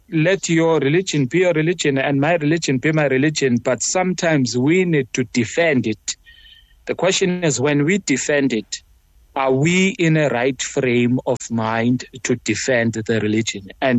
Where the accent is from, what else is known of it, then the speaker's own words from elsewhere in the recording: South Africa; as the South African social media community that is Muslim